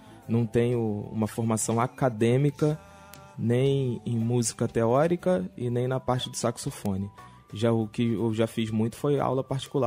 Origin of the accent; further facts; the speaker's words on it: Rio de Janeiro, Brazil; Do Rio de Janeiro.